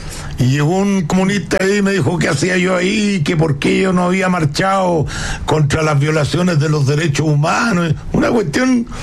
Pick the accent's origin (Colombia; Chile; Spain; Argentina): Chile; Santiago, Santiago Metropolitan Region; uno cuando chico se crió en el Estadio Palestino, y tengo muchos amigos y familiares palestinos.